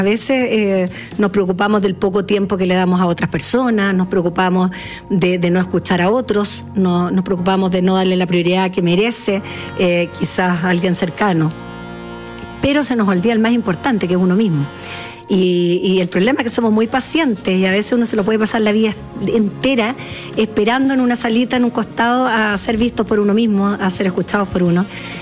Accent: Chile

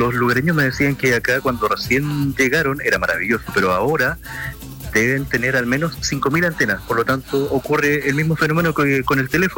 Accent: Valdivia, Los Ríos, Chile; yo vengo de Valdivia.

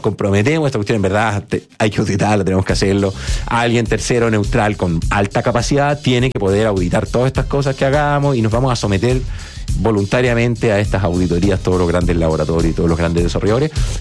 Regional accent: Chile; Sí, pero somos chilenos, tenemos un negocio aquí en Chile, tenemos el mercado en Chile.

